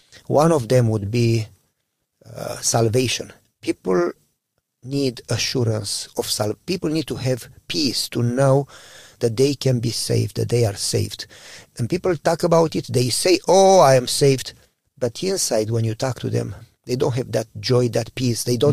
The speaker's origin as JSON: {"language": "English", "country": "Romania", "second_language": "English", "moved": "yes", "said": "Originally from Romania. You know, all good people come from Romania."}